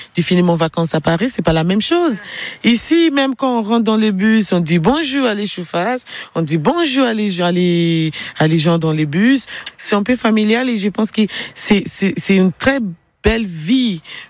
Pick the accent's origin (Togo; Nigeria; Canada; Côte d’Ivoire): Nigeria; French is a second language; now in Belfort, France; j'étais avec une voisine nigériane et on parlait notre langue maternelle à la maison.